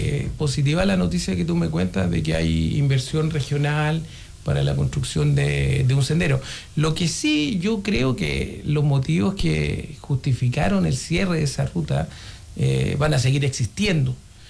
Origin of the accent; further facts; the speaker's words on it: Santiago, Santiago Metropolitan, Chile; Yo la verdad que vengo de Santiago, un turista más si se quiere, un afuerino, sí.